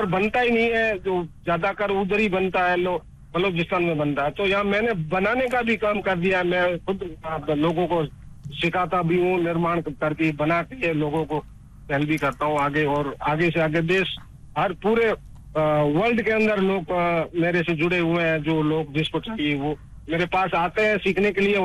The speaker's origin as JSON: {"language": "Hindi", "town": "Jaisalmer", "region": "Rajasthan", "country": "India"}